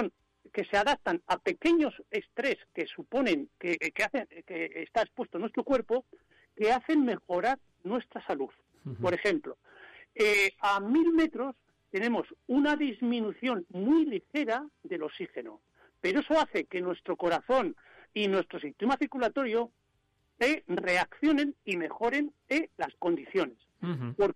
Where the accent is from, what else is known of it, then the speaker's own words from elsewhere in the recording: La Rioja, Spain; now in Soria, Spain; Pues mira, yo soy riojano, nací en La Rioja, vivo en Soria desde hace más de 40 años